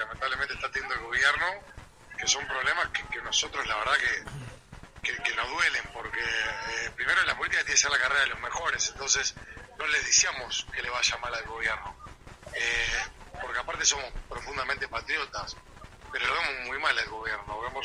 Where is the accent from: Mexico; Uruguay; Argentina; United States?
Uruguay